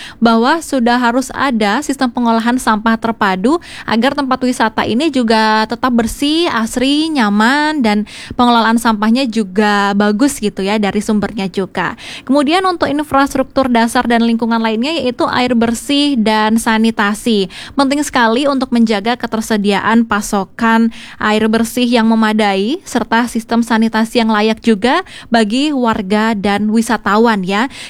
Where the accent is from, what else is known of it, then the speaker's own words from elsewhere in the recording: Bali, Indonesia; kita sebagai warga Bali